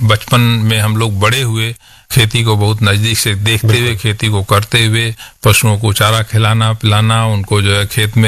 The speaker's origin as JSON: {"language": "Hindi", "area": "Ghazipur district", "region": "Uttar Pradesh", "country": "India", "tie": "born or raised there", "also_born_or_lived": "Varanasi", "moved": "as an adult", "lives_now": "Delhi, India", "said": "मेरा जन्म जो है एक किसान परिवार में, पूर्वी उत्तर प्रदेश में गाजीपुर जिला है, वहाँ पर बरहट गांव का नाम है हमारा, जहाँ पर जन्म हुआ। और प्रारंभिक शिक्षा हमारी जो है primary school, junior high school और हाई स्कूल इंटरमीडिएट की शिक्षा गांव में हुई।"}